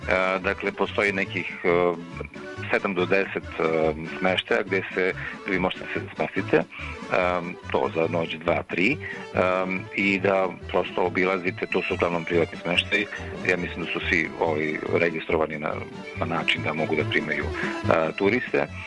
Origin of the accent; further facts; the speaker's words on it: Ćićevac, Šumadija and Western Serbia, Serbia; also born or lived in Belgrade; Vratio sam se u svoj zavičaj pre 5 godina, ja sam inače iz Ćićevca, nisam dugo živeo tu, živeo sam u Beogradu i školovao se tako redom.